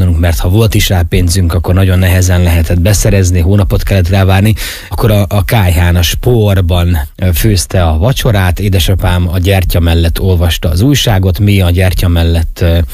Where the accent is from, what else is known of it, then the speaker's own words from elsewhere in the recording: Zakarpattia Oblast, Ukraine; nem ott szívtam magamba az élethez szükséges dolgokat, hanem itt Kárpátalján.